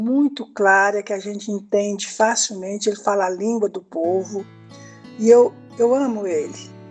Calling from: Uberaba, Minas Gerais, Brazil; Eu sou da cidade de Uberaba, Minas Gerais.

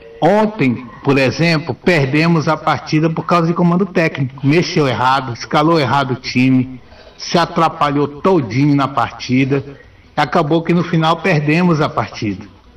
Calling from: Benevides, Pará, Brazil; sou de Benevídeo.

